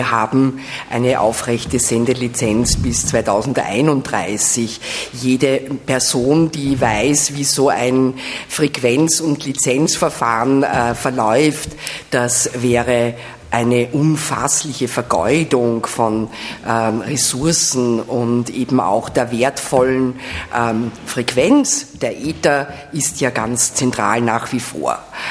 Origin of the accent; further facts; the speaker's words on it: Vienna, Austria; in meiner Einschätzung als Wienerin